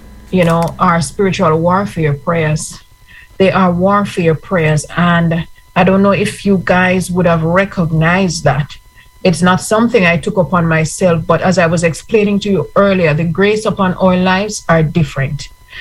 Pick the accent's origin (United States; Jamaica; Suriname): Jamaica; I'm from Jamaica